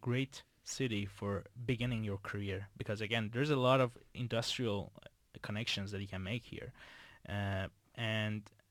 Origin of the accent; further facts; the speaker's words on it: Iran; English is a second language; Like, I come from Iran, and it's not much more warmer, but it's a bit warmer than here.